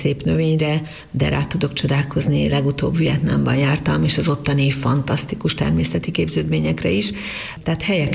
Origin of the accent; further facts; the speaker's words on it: Debrecen, Hajdú-Bihar, Hungary; Ó, igen, hát én debreceni vagyok, és nyilván, mint minden 14-15 éves embernek fogalmam nem volt, hogy mi leszek